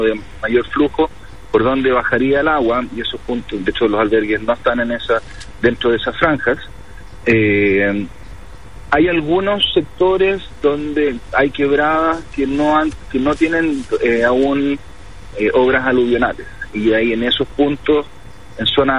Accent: Antofagasta, Chile; como somos los antofagastinos, cuando llueve nos preocupamos del techo

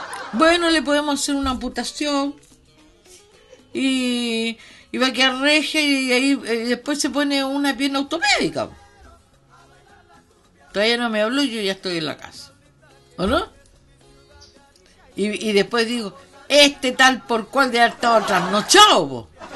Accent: Chile; Somos rotos chilenos.

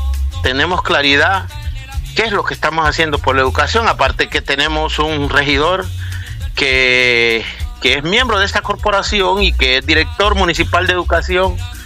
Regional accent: Sulaco, Yoro, Honduras

